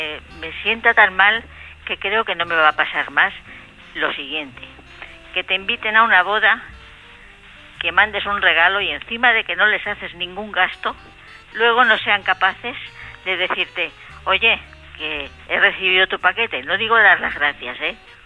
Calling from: Valencia, Valencian Community, Spain; Hola, estoy en Valencia.

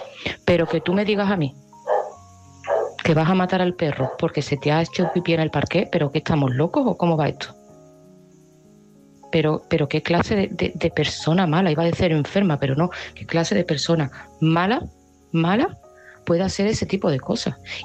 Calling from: Seville, Andalusia, Spain; de Sevilla y este mensaje va para Mari Carmen.

